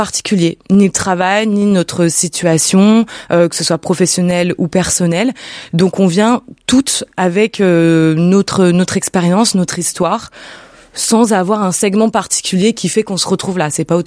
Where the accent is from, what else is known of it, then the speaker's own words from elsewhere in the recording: Lyon, Auvergne-Rhône-Alpes, France; moved away as an adult; also born or lived in Paris; je suis lyonnaise d'origine, je suis née à Lyon, j'ai grandi à Lyon, j'ai fait un petit passage à Paris pendant 6 ans pour le travail